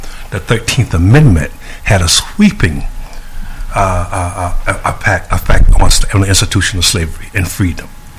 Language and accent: English; Augusta, Georgia, United States; I'm from Augusta, Georgia.